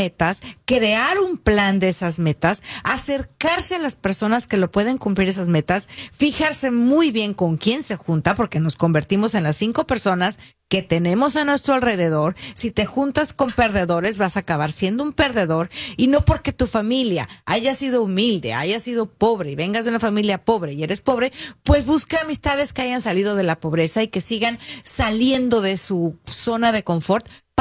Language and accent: Spanish; Guadalajara, Jalisco, Mexico; moved away; Soy de Guadalajara.